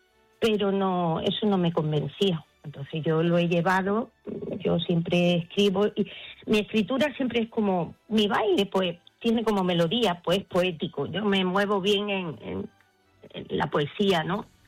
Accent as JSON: {"language": "Spanish", "region": "Ceuta", "country": "Spain", "said": "Ceuta, mi tierra"}